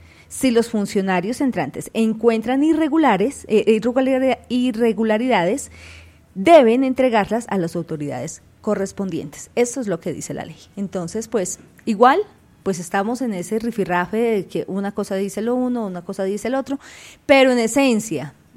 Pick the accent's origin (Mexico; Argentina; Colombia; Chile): Colombia; somos todos los colombianos